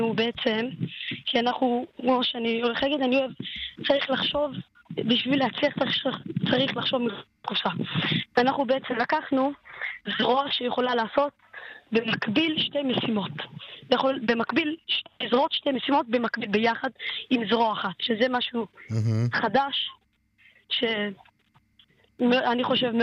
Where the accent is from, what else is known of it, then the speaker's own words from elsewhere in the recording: Beit Shemesh, Jerusalem District, Israel; אני מבית שמש, תחרת תורת שלום.